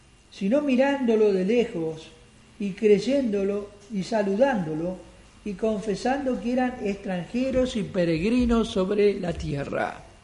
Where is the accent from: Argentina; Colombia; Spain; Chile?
Argentina; por más que acá mi documento diga que yo soy argentino, nativo, que yo nací acá en territorio argentino